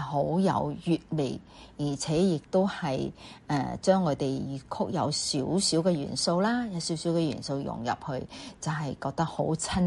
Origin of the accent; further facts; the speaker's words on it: Taishan, Guangdong, China; 因為本身我係台山人啦，咁我嘅家族可以講我家族都係好多僑居喺海外啦